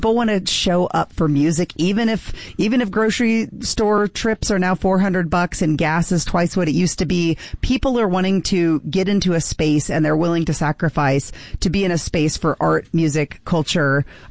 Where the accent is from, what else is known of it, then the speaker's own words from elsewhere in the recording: Kansas City, United States; I grew up in Kansas City